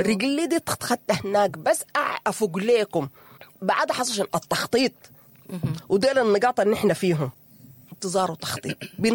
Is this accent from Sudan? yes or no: yes; Sudan; ونحن يا أخوانا نحن كسودانيين ولا واصلين القمر نكون واقعين